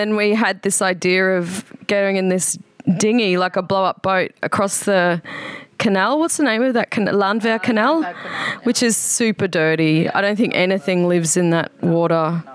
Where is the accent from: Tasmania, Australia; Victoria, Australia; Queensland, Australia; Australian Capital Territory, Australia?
Queensland, Australia; So Australian, what is that? It's a weird thing being Australian. So I had to go deeper into it.